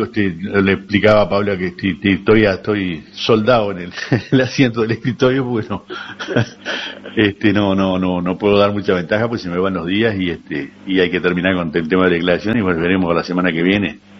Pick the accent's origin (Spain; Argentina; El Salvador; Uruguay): Uruguay; Somos uruguayos y no hay caso.